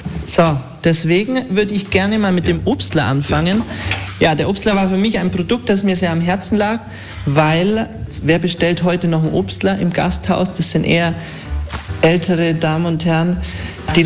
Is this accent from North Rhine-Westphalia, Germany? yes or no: no; Augsburg, Bavaria, Germany; moved away